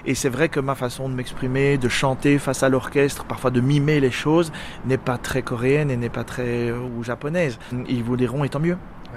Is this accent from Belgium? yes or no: yes; Belgium; D'autant plus la belgitude, la Belgique, d'abord, étant donné que je suis belge.